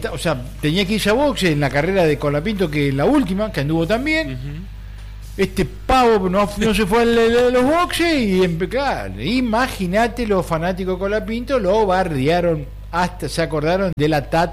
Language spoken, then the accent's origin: Spanish; Argentina; cómo somos los argentinos